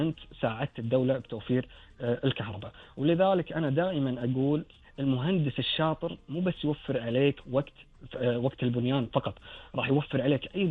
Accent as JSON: {"language": "Arabic", "country": "Kuwait", "said": "اللي عندنا بالكويت"}